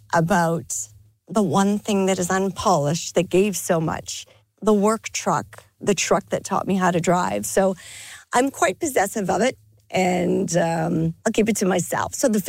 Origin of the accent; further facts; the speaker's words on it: Timmins, Ontario, Canada; So in my hometown of Timmins, we have a very big, powerful river